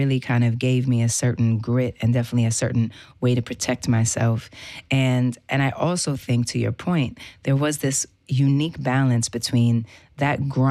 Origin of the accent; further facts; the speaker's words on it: New York, United States; experiences that I had growing up in New York.